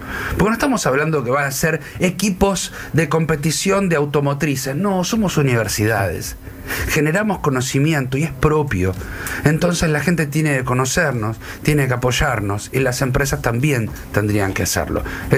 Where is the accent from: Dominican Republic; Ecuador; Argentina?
Argentina; Somos fierreros, la Argentina es fierrera